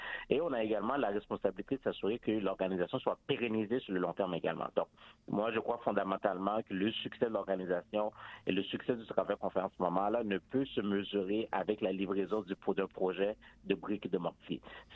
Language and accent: French; Montreal, Quebec, Canada; ici, chez nous à Montréal